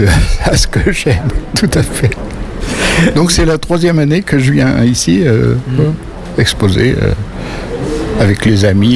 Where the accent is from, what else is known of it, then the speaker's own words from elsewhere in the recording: Nouvelle-Aquitaine, France; Mon univers est tourné autour du Périgord vert, effectivement. Ce sont mes origines, hein, dont je suis né ici en Dordogne, sur les bords de la Drône. Ma famille était ici.